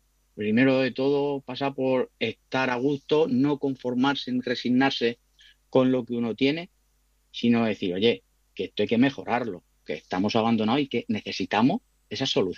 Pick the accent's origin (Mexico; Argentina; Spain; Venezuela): Spain; Orihuela, Valencian Community